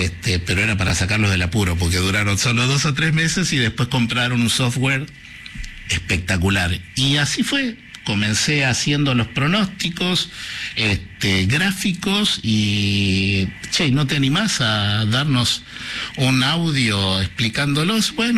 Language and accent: Spanish; Paraná, Entre Ríos, Argentina; also born or lived in Mendoza; Yo nací en Mendoza, pero mi papá era militar, era de Fuerza Aérea, y fueron a buscar unos aviones a Inglaterra, a los Canberra, ¿no? Algunos los conocerán, y eso nos llevó después a vivir en Paraná.